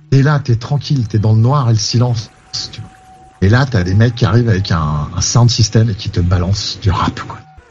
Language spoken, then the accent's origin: French; Paris, Île-de-France, France; C'est-à-dire que comme je suis parisien, le silence, c'est un luxe.